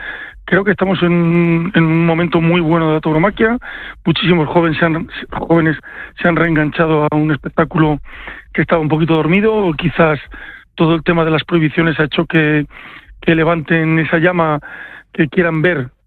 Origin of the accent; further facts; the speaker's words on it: Castile and León, Spain; en la comunidad de Castilla y León, donde somos originarios de Valladolid